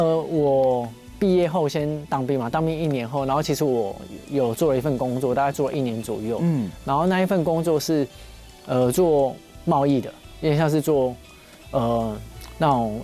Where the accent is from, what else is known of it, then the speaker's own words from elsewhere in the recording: Tainan, Taiwan; 我是台南人，然后我阿公阿嬷家在御景，那我们家其实住在永康，可是小时候都会常去阿公阿嬷家